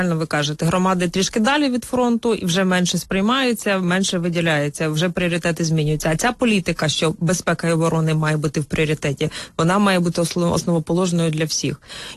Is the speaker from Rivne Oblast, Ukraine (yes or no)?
no; Sumy Oblast, Ukraine; Ми земляки з вами, я Сумщик.